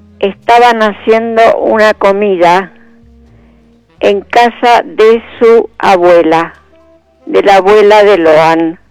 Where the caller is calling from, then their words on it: Buenos Aires, Argentina; Yo soy de acá, de Capital Federal.